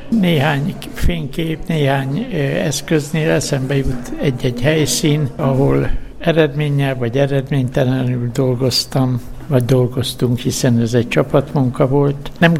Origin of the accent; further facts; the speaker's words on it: Szeged, Csongrád-Csanád, Hungary; Gyerekkoromban Szegeden, amikor anyukám elküldött a jéggyárba